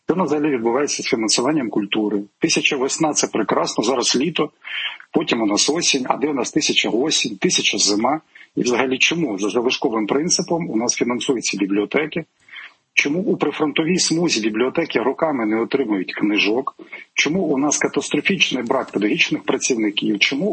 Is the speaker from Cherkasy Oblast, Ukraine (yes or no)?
no; Mykolaiv Oblast, Ukraine; Я уродженець Миколаївщини